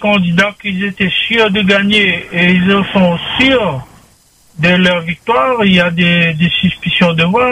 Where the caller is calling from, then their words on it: Saint-Denis, Réunion; je suis à Saint-Denis